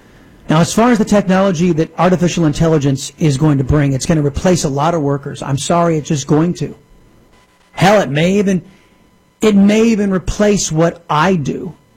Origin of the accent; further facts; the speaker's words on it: United States; we Americans